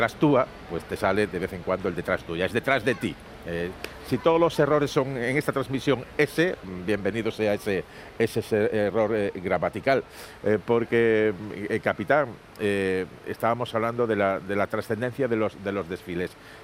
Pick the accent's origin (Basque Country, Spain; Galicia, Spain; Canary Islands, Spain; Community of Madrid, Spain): Galicia, Spain; born there; Yo los recuerdo de chaval en la Ría de Vigo